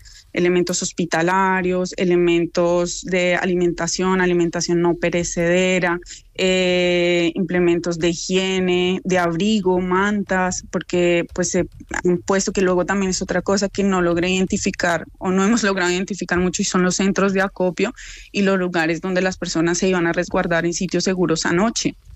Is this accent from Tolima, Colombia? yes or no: no; Bogotá, Colombia; Yo, por ejemplo, pues soy de Bogotá